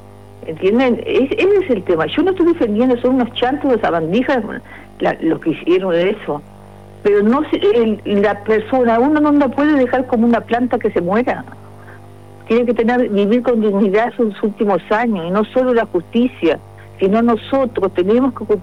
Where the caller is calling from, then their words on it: Maldonado, Uruguay; vivo en Maldonado, y yo iba día por media mina, pero yo no soy de acá.